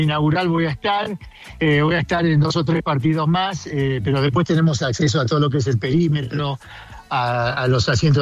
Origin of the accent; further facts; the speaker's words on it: Argentina; now in United States; Muchos años en Argentina. Nací en Estados Unidos, pero... muchos años he criado allá.